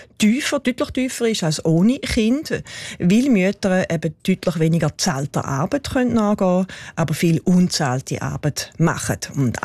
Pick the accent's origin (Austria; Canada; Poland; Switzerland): Switzerland; Und Bauchweh macht auch das Tempo, mit dem es runtergeht, bei uns in der Schweiz.